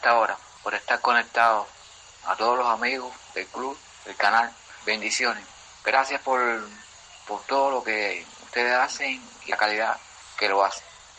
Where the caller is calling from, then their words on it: Ranchuelo, Villa Clara, Cuba; Soy de Ranchuelo